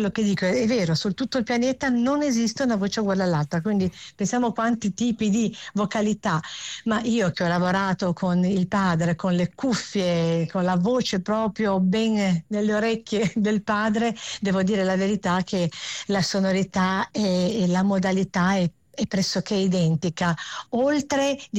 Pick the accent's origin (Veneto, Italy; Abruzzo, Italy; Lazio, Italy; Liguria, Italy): Liguria, Italy; siamo liguri.